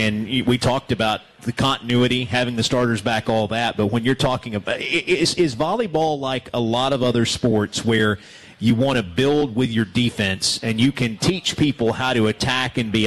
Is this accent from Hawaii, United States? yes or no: no; Tennessee, United States; And I'm from East Tennessee.